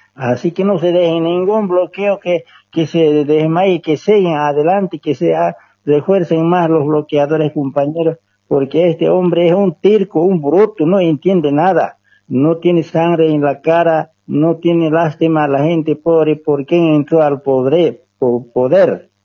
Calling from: Montero, Santa Cruz, Bolivia; de acá, Montero, provincia Montero, distrito San Pedro Odrés, Piray, San Juan de Piray.

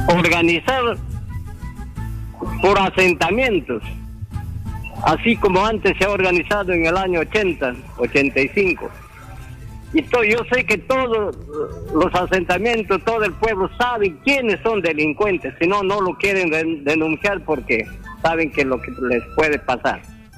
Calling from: Pucallpa, Ucayali, Peru; De Pucallpa, aló, buenos días.

